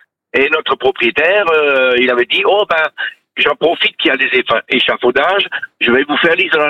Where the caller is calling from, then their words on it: Eckbolsheim, Grand Est, France; je vous appelle du Barin à Eckbolsheim, à côté de Strasbourg.